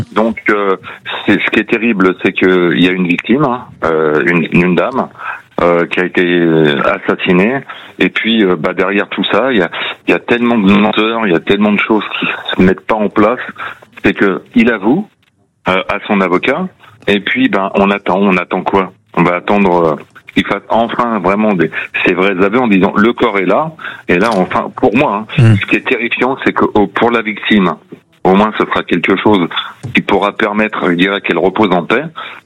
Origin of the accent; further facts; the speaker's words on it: Courson-les-Carrières, Bourgogne-Franche-Comté, France; Alors moi, je suis de Courson-les-Carrières, à côté d'Auxerre.